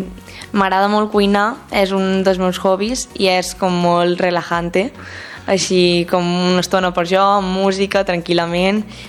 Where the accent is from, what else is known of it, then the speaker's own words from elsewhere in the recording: Balearic Islands, Spain; es nene. Bueno, d'aquí. De tota la vida.